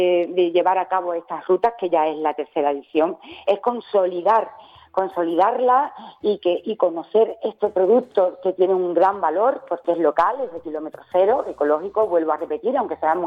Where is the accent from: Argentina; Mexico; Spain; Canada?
Spain; Barbate, Andalusia; yo nací en Barbate.